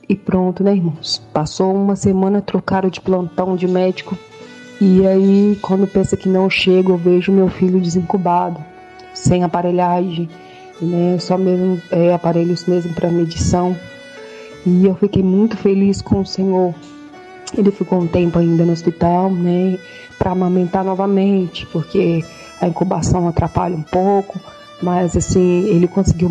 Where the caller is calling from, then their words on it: Belo Horizonte, Minas Gerais, Brazil; sou aqui de Belo Horizonte.